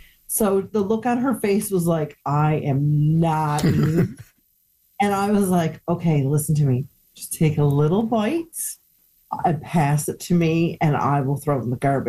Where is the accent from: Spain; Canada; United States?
Canada; Newfoundland and Labrador; born or raised there